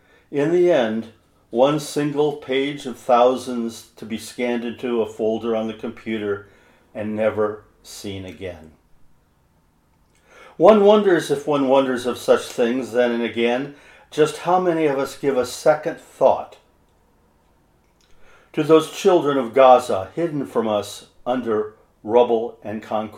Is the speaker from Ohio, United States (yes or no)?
no; Cottage Grove, Oregon, United States; I am a writer from Cottage Grove, Oregon.